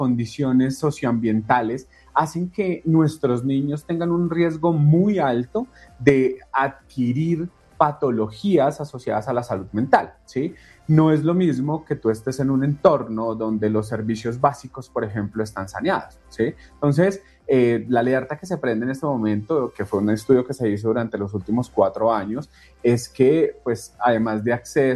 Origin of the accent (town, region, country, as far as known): Colombia